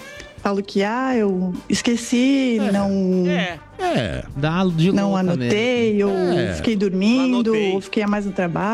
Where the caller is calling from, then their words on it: Rio Grande do Sul, Brazil; falo aqui do Rio Grande do Sul.